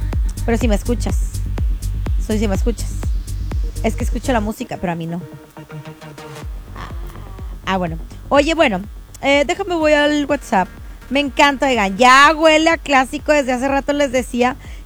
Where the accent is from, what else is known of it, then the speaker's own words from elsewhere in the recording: Monterrey, Nuevo León, Mexico; como buenos mexicanos y buenísimos regios que somos